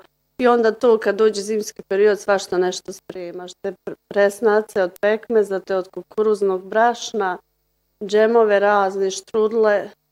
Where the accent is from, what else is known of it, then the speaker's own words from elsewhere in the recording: Medakovo, Bosnia & Herzegovina; dolazim iz Medakova